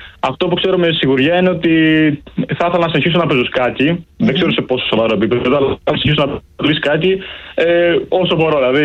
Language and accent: Greek; Piraeus, Attica, Greece; Από Πειραιά είμαι εγώ.